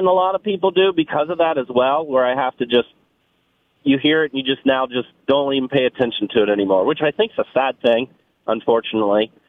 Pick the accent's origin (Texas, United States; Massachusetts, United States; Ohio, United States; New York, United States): Ohio, United States; moved away; also born or lived in Iowa / Dakota; So I grew up in Ohio, live in Iowa, and Dakota.